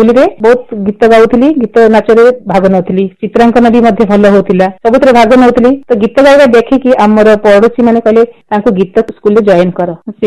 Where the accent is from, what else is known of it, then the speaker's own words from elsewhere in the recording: Gop, Odisha, India; ଆମର ବାଲେଶ୍ୱର ଜିଲ୍ଲାରେ ଥିଲି, ଗୋପ ଗ୍ରାମରେ ଜନ୍ମ ହେଇଥିଲି, ପଞ୍ଚମ ଶ୍ରେଣୀ ପାଠ ପଢୁଥିଲି